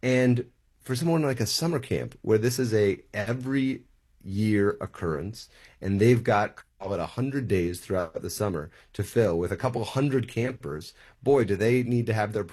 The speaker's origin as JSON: {"language": "English", "town": "New York City", "region": "New York", "country": "United States", "tie": "born or raised there", "said": "I'm a born and bred New Yorker"}